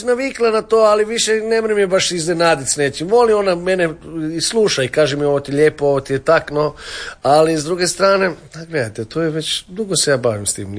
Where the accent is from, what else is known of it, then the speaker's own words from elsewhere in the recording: Zagreb, City of Zagreb, Croatia; also born or lived in Vienna; rodio sam se ovdje 1970. godine i kak sam se tu zlegel, kak bi se reklo, ta naša ljubav traje od tog prvog dana. Rođen sam u Petrovoj bolnici sa 7 mjeseci, bio sam nedonošće